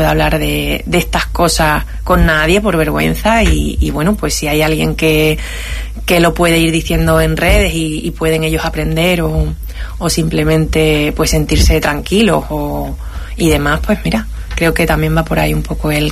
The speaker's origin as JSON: {"language": "Spanish", "region": "Ceuta", "country": "Spain", "said": "Sí, exactamente. Quería tener un... Mi apellido es muy común y quería tener algo que me atara a mi tierra, y oye, pues mira, Benzú."}